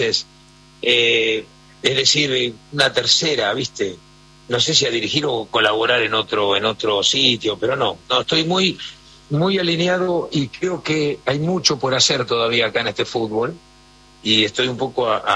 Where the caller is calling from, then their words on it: Quito, Pichincha, Ecuador; yo vivo en Quito, es decir, mi sitio es Quito, Lumbici